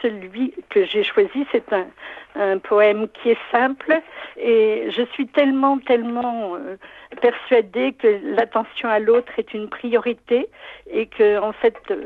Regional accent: Versailles, Île-de-France, France; je raconte toute mon enfance à Versailles

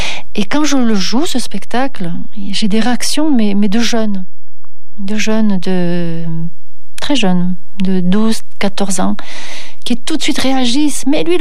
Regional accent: France; Donc on est français, on est intégré

